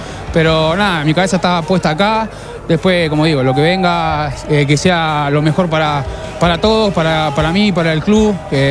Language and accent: Spanish; Argentina; moved away as an adult; now in Rancagua, Chile; mi familia que está en Argentina, a la gente de mi pueblo